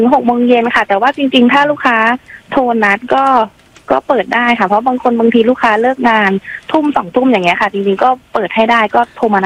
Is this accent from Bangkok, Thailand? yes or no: yes; Bangkok, Thailand; now in Ayutthaya, Thailand; ตอนเด็กโตที่กรุงเทพค่ะเพิ่งมาอยู่อยุธยา